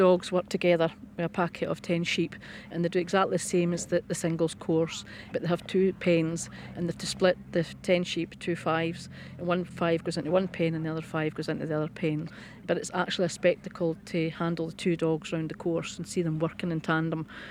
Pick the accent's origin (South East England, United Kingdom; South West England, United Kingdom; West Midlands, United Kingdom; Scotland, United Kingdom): Scotland, United Kingdom; I'm the Scottish President for the International Sheepdog Society.